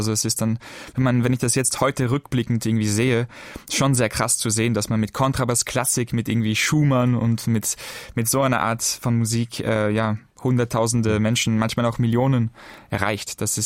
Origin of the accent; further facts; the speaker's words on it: Vienna, Austria; also born or lived in France; ich bin in Wien geboren und in Wien aufgewachsen. Meine Familie lebt aber in Frankreich. Das heißt, es gab immer eine Art Ping-Pong zwischen Österreich und Frankreich.